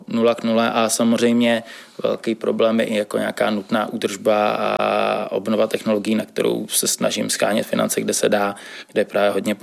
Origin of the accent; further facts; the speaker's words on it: Modřany, Prague, Czechia; protože jsem rodák z Modřan, za ta léta jsem si tady k tomu vybudoval nějaký cit